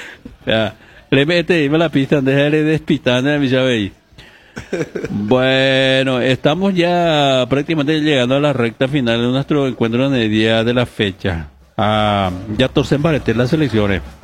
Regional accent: Paraguay

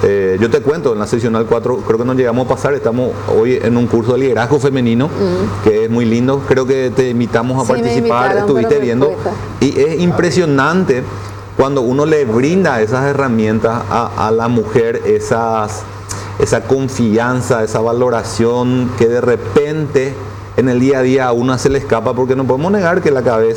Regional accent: Lambaré, Central, Paraguay; lo que nos da a nosotros identidad, primero como paraguayos y segundo como lambareños.

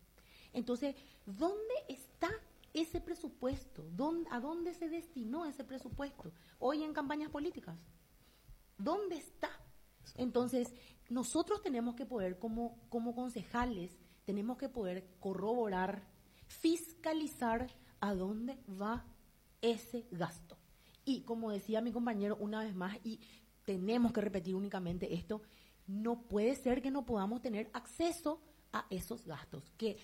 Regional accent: Luque, Central, Paraguay; es nuestro derecho como ciudadanos paraguayos y como luqueños

